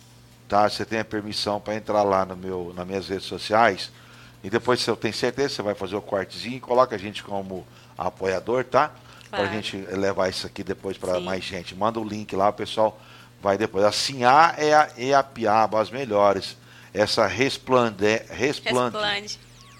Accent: Campo Novo do Parecis, Mato Grosso, Brazil; Eu sou de Campo Novo dos Parecis, ponto.

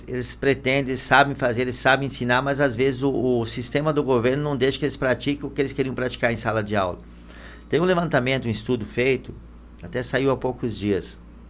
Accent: Rio Grande do Sul, Brazil; born there; also born or lived in Vilhena; now in Cuiabá, Brazil; Eu nasci no Rio Grande do Sul. Morei 20 e poucos anos em Vilhena, Rondônia. Agora moro em Mato Grosso, Cuiabá.

